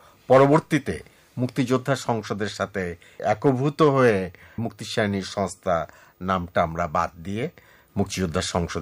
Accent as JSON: {"language": "Bangla", "town": "Rangpur", "region": "Rangpur Division", "country": "Bangladesh", "tie": "born there", "said": "রংপুর শহরের আমাদের বাড়ি"}